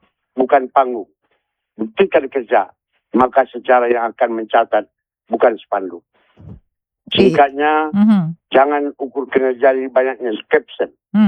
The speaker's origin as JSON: {"language": "Indonesian", "town": "Medan", "region": "North Sumatra", "country": "Indonesia", "said": "sebagai anak Medan"}